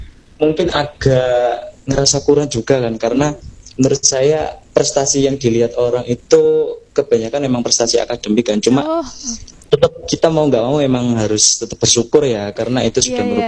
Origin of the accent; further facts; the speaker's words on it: Lamongan, East Java, Indonesia; Terus asal saya itu dari Kecamatan Laren, Lamongan.